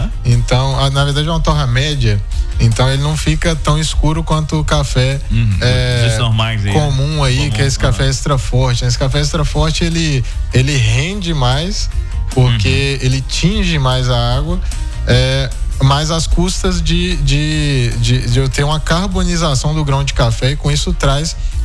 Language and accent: Portuguese; Bahia, Brazil; moved away